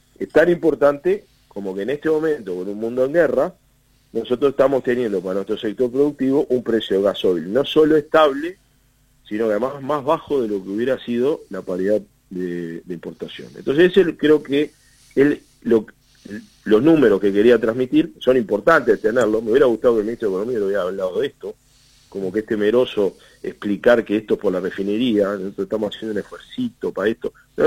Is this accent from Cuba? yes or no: no; Uruguay; tomar buenas decisiones como uruguayos